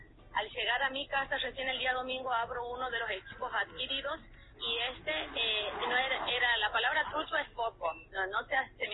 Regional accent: Quimilí, Santiago del Estero, Argentina; Soy oriunda de Santiago del Estero, más precisamente de Quimilí.

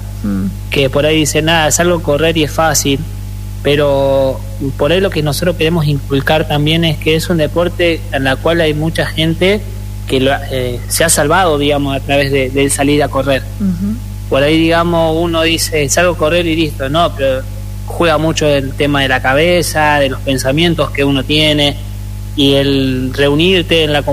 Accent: Córdoba, Argentina; Después está Mikey de Salta, bueno, yo soy de Córdoba

